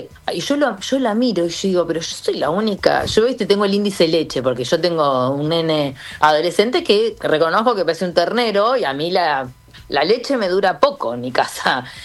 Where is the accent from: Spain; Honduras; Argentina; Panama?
Argentina; Necochea, Buenos Aires Province; yo soy de Necochea